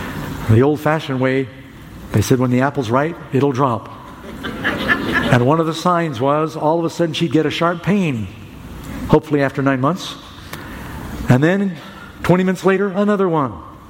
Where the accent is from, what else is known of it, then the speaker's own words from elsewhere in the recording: New York City, New York, United States; I grew up in New York City